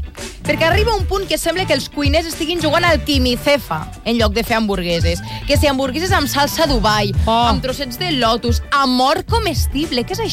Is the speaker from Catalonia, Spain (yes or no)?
yes; Lleida, Catalonia, Spain; soc de Lleida